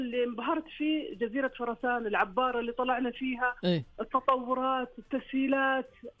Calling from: Saudi Arabia

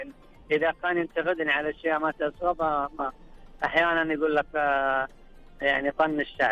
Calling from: Badr, Medina Province, Saudi Arabia; من محافظه بدر غرب المدينه المنوره

